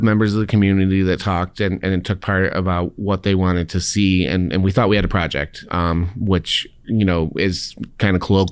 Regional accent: Lockport, New York, United States; Born and raised in Lockport, New York, which is in Niagara County, about, I don't know, 35 minutes from downtown Buffalo.

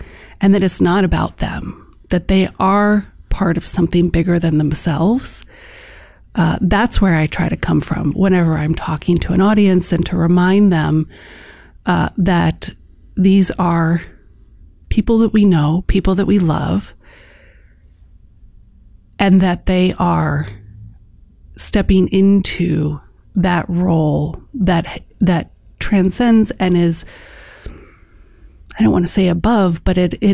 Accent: Chicago, Illinois, United States; I grew up in Chicago, mm-hmm. and I went to a boarding school. I went to the Illinois Math and Science Academy

